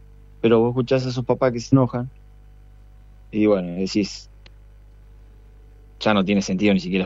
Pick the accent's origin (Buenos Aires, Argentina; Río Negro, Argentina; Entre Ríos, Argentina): Río Negro, Argentina; General Roca; yo soy de Roca y dirijo en Chichiná